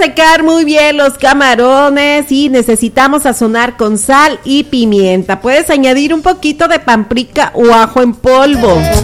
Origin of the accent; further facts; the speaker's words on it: Tecuala, Nayarit, Mexico; moved away; Yo vengo de allá de Tecuala, Nayarit